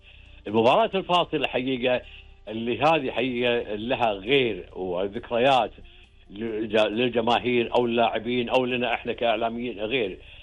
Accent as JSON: {"language": "Arabic", "country": "Kuwait"}